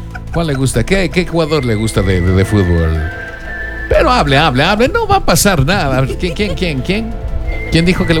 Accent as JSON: {"language": "Spanish", "country": "Ecuador", "said": "los ecuatorianos"}